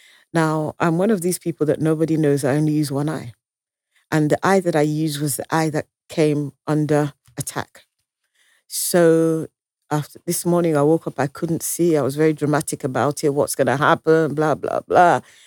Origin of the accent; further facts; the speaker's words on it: London, United Kingdom; born there; also born or lived in Nigeria; growing up in London